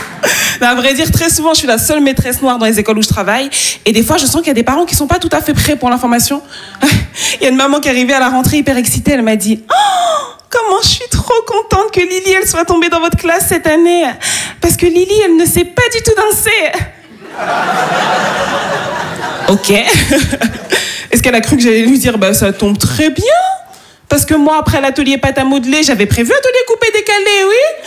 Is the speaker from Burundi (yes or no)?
no; Île-de-France, France; born there; C'est peut-être parce que je suis née dans le Val d'Oise